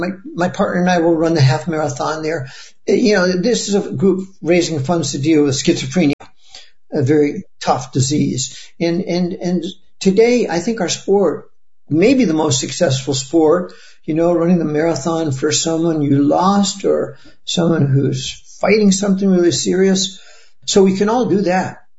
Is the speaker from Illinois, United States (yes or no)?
no; Newington, Connecticut, United States; moved away as an adult; now in Boston, United States; later started up after we all moved to Boston and everything. We're from Newington, Connecticut.